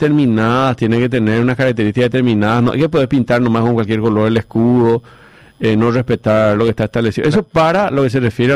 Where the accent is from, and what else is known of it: Paraguay